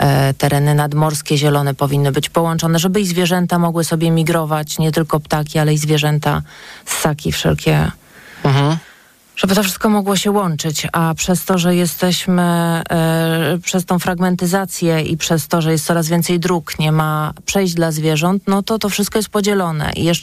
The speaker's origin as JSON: {"language": "Polish", "region": "Masovian Voivodeship", "country": "Poland", "said": "Znaczy generalizuję, że jestem z Mazowsza, dlatego że mieszkałam w Pionkach."}